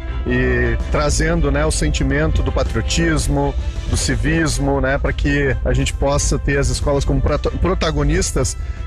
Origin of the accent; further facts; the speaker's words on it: Brazil; conta quem nós somos enquanto sociedade, enquanto povoado, enquanto brasileiros